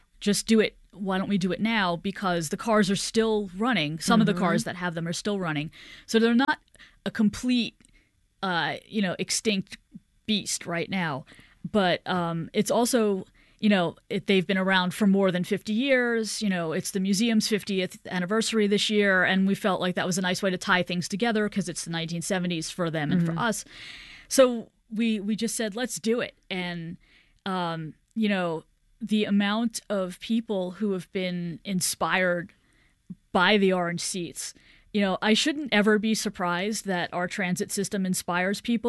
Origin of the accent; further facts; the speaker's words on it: New York City, New York, United States; as a New Yorker